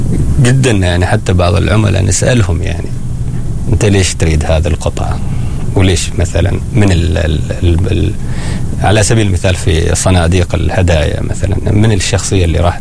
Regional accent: Oman; الثيمة الخاصة فينا نحن كعمانيين

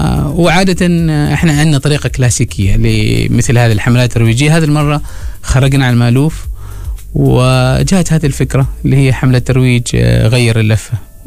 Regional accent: Oman; كلنا كعمانيين

